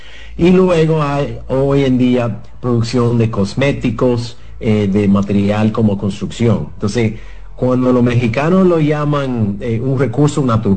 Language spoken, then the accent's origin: Spanish; Dominican Republic; Entonces realmente tenemos que comenzar a visualizar cómo como sociedad dominicana podemos transformar un reto en una gran oportunidad.